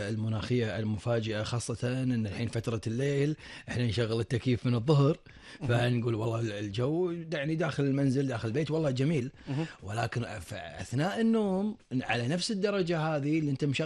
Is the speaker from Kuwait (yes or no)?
yes; Kuwait; احنا يعني كويتيين ومتعودين على الحر،